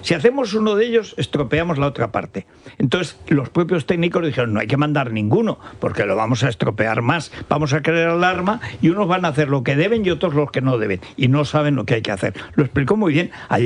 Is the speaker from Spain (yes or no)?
yes; Aragon, Spain; el problema del Matarraña es que la gente allí es tan poca. O sea, mi pueblo es que tenía entonces, cuando yo nací, 1,000 habitantes. Ahora no llega a 500.